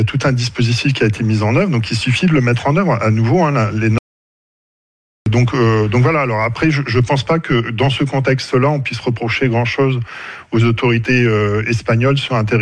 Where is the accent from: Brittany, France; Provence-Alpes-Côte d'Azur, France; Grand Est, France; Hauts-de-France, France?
Hauts-de-France, France; now in Grenoble, France